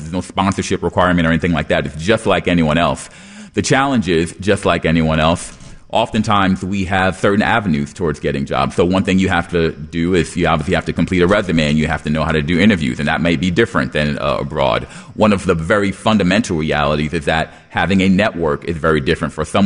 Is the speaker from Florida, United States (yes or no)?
yes; Florida, United States; I'm not. I'm visiting here from Florida for a few days to help talk about the work that we do nationally